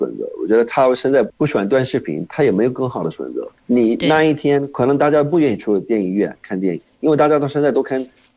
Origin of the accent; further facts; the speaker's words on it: Jordan; Chinese is a second language; 我是来自约旦的